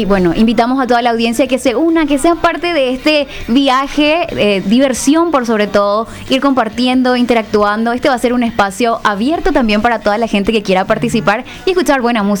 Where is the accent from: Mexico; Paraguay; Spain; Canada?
Paraguay; Ñemby, Central; Yo soy aquí de Central, de la ciudad de Ñemby. Tengo 25 años